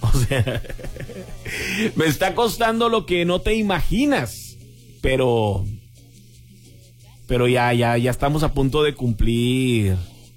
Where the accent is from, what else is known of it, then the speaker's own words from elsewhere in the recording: Guerrero, Coahuila, Mexico; De allá es mi papá. O sea, yo crecí en Guerrero, Coahuila.